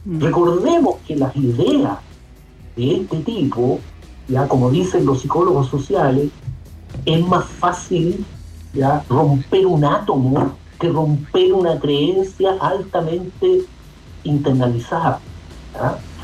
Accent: Chile; el espejo de los chilenos.

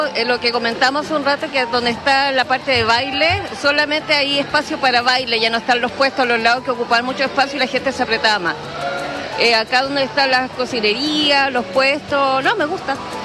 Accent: Valdivia, Los Ríos, Chile; Soy de acá de Valdivia, sí.

